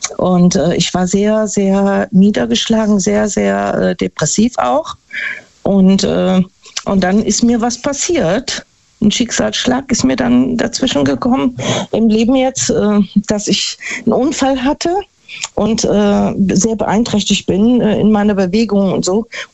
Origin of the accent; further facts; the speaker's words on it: Neunkirchen-Seelscheid, North Rhine-Westphalia, Germany; ich bin aus Neunkirchen-Silscheid